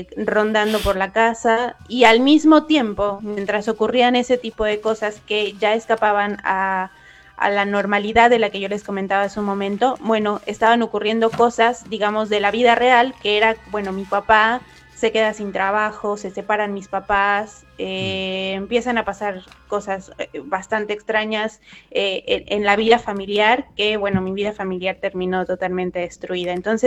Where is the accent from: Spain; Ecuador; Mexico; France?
Mexico; now in Buenos Aires, Argentina; soy mexicana, soy locutora, me recibí el año pasado aquí en Buenos Aires como locutora nacional